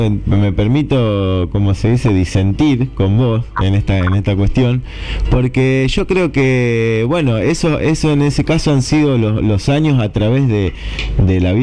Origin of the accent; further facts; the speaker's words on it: Acebal, Santa Fe, Argentina; No sé si han andado por Acebal, yo soy de Acebal.